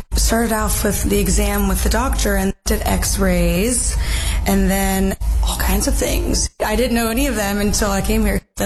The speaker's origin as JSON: {"language": "English", "town": "Portland", "country": "United States", "said": "I'm from Portland."}